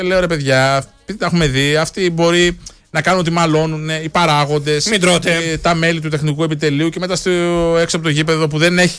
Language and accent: Greek; Thessaloniki, Central Macedonia, Greece; Εγώ είμαι Θεσσαλονικιά.